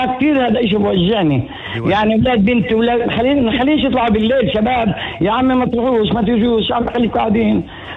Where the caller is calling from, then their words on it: Acre, Northern District, Israel; احكي معك مصري من عكا.